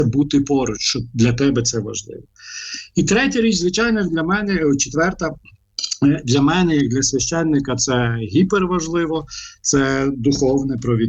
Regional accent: Lviv, Lviv Oblast, Ukraine; а я зростав у Львові

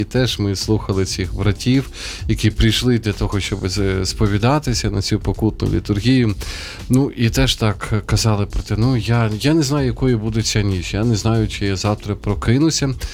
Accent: Sumy, Sumy Oblast, Ukraine; друге моє рідне місто, це є Суми, звідки походжу

